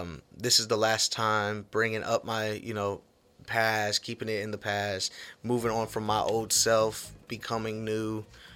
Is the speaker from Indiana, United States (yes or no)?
yes; Jeffersonville, Indiana, United States; born there; first language English; I was born in Jeffersonville, Indiana. But root wise, again, it was Querétaro, Mexico.